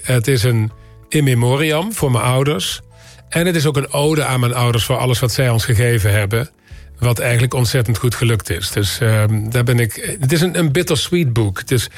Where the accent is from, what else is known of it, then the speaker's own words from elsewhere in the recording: Limburg, Netherlands; moved away; zoals ik ben opgegroeid in Limburg